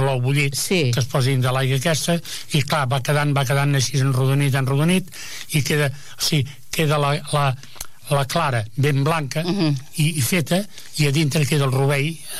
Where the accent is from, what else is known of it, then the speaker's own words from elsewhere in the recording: Sils, Catalonia, Spain; born there; com era Sils, a casa de la meva mare